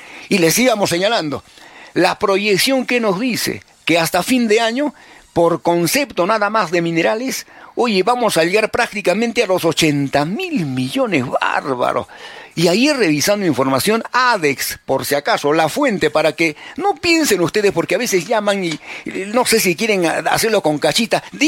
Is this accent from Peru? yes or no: yes; Peru